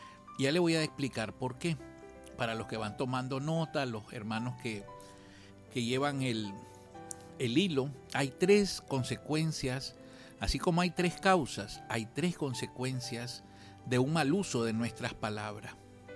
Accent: Nicaragua; nosotros somos como nicaragüenses muy alegres, muy jocosos, muy bulliciosos.

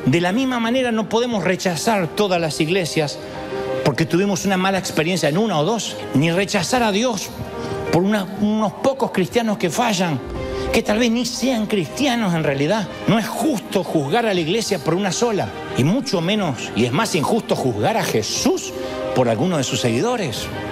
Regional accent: Argentina; Número uno, soy argentino.

